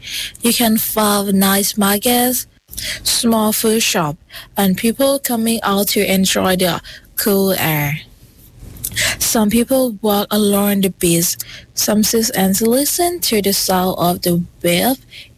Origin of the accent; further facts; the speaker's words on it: Thailand; my hometown is also near the sea, governed in near in the Gulf of Thailand.